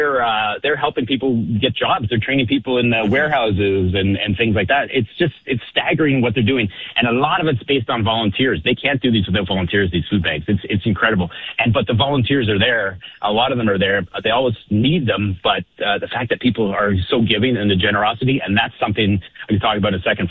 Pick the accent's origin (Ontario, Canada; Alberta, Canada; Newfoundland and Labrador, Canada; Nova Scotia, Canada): Ontario, Canada; Toronto; So I'm back in Ontario where I started. I'm from Toronto and I started here.